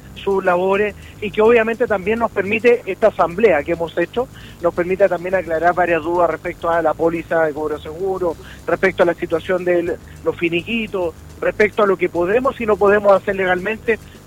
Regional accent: Coronel, Biobío, Chile; como yo soy del barrio La Central, de la Pedro de Cerda, a mí me enseñaron, porque yo soy de Coronel

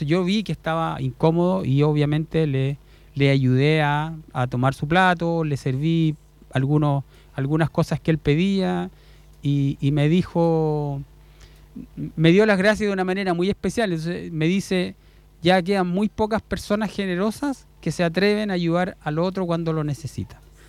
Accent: Chile; en nuestro país somos así, los chilenos en general

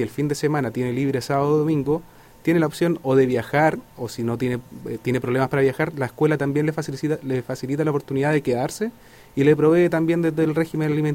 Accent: Yungay, Ñuble, Chile; yo soy de acá de Yungay.

